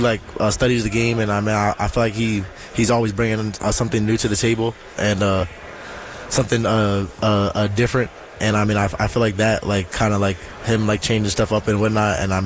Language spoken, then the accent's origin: English; United States; born there; now in North Carolina, United States